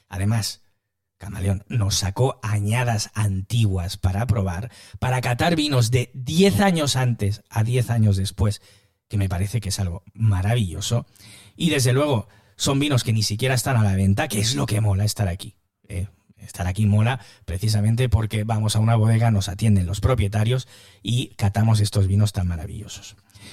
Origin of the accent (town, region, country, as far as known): Estepona, Andalusia, Spain